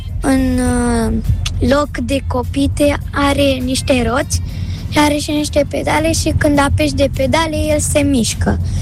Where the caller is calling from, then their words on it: Bucharest, Romania; din București și am 10 ani.